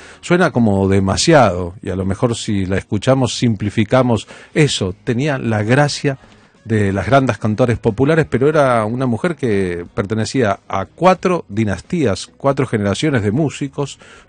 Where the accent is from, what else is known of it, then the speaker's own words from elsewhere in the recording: Argentina; soy argentino, somos argentinos